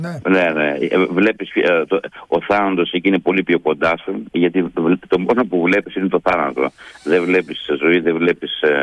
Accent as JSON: {"language": "Greek", "town": "Markiniada", "region": "Epirus", "country": "Greece", "tie": "born there", "moved": "yes", "said": "Γεννήθηκα στη Μαρκινιάδα Άρτας, είναι ένα κοριό πάνω από το Πέτα."}